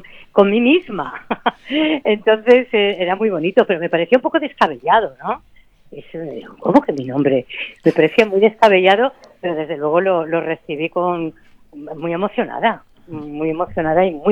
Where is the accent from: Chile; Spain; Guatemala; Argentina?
Spain; Getafe, Community of Madrid; Aunque nacimos en Madrid, yo estuve pues como en la adolescencia viviendo en Getafe.